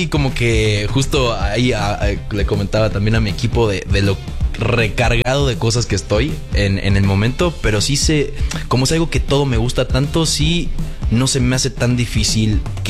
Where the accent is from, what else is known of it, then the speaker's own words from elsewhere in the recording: Uruguay; also born or lived in Mexico; estaba en Uruguay filmando una serie para México, en mi país, en mi casa, en la casa de mi madre.